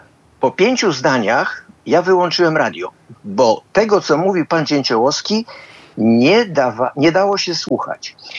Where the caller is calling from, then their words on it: Łódź, Łódź Voivodeship, Poland; Ja jestem zasiedziałym łodzianinem